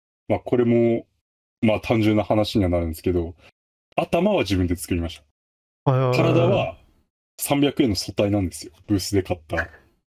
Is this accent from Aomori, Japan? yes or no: yes; Aomori, Japan; 自分の出身県青森県だし。